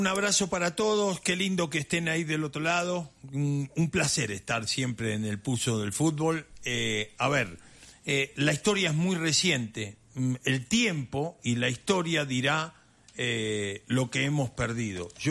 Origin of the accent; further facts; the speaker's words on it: Argentina; Da vergüenza también como argentino, porque el primero que reconocen es el Che Guevara.